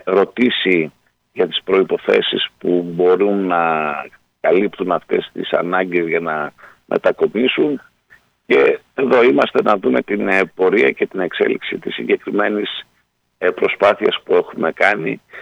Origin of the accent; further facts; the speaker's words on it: Greece; σαν Έλληνες